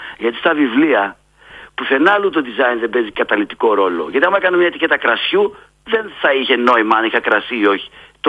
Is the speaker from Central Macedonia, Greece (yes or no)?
yes; Thessaloniki, Central Macedonia, Greece; αφού είμαι από τη Θεσσαλονίκη.